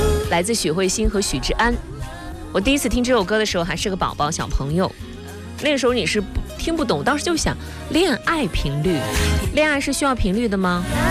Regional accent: Shandong, China; 我就是越来越了解山东之后，越发的热爱自己的家乡。

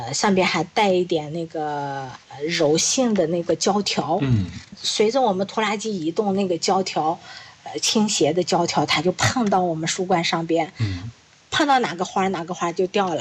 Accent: China; 我们中国人

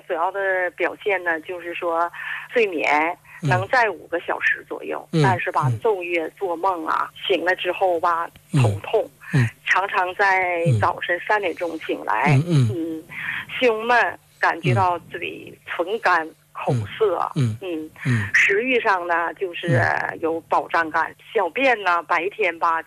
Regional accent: Jilin, China; moved away as an adult; now in Huai'an, China; 盛老师，我是来自吉林的听众，

